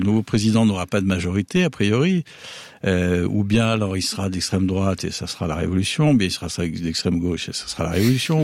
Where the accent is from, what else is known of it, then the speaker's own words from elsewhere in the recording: France; je suis français.